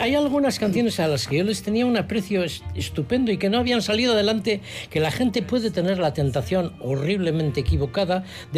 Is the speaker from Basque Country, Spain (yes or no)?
yes; Bilbao, Basque Country, Spain; como bilbaíno lo tengo que decir así